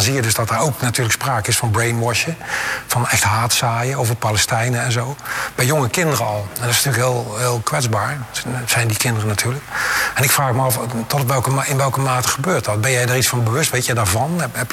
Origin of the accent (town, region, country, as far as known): Netherlands